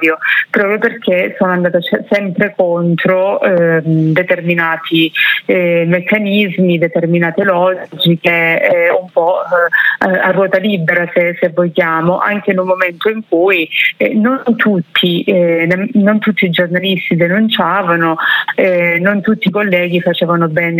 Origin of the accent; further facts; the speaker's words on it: Cinquefrondi, Calabria, Italy; lei viveva a Laureana di Borrello e io sono di Cinquetroni